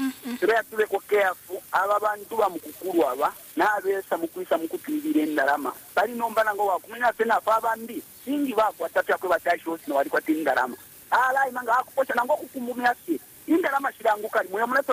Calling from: Lusaka, Lusaka Province, Zambia; I'm calling you in Usaka, Kanyama.

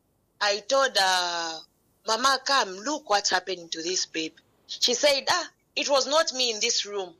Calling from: Chipata, Eastern Province, Zambia; I'm calling from Chupata Maplot.

